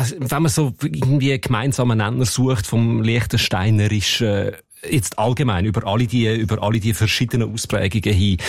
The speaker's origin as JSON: {"language": "German", "region": "Zurich", "country": "Switzerland", "said": "Ich kann das als Zürcher natürlich nicht so gut."}